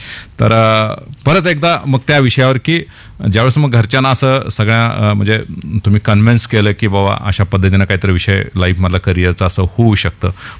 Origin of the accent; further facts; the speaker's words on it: Tuljapur, Maharashtra, India; तशी ती आमची पण भाची आहे कारण मी पण तुळजापूरचा आहे